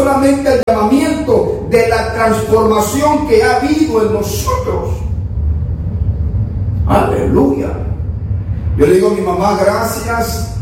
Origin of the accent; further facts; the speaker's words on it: Honduras; moved away; no sé qué hubiera sido de mí si me hubiera quedado en mi país, en Honduras.